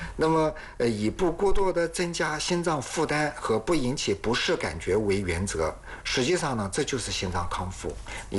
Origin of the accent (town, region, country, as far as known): China